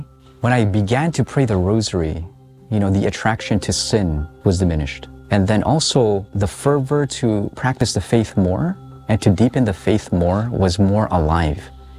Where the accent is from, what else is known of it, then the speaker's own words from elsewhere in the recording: Canada; Filipino, so I'm cradle Catholic, but I grew up in Canada.